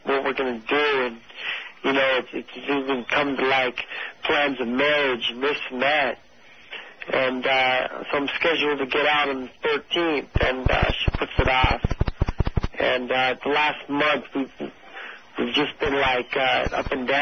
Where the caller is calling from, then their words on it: the Valley, California, United States; I'm from the Valley, too.